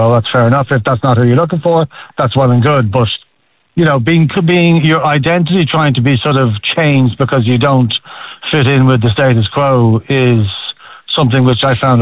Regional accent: Cork, Munster, Ireland; I mean, I come from Cork. I was born and bred in Cork. My dad's from Dublin. My mother's Welsh. You tend to pick up your mother's accent anyway.

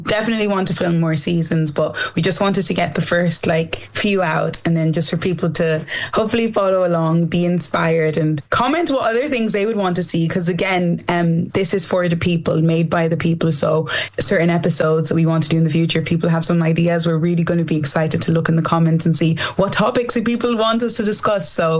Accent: Nigeria; People are also like, oh, you hate being Nigerian. I literally love being Nigerian, because again, that's another part of who I am.

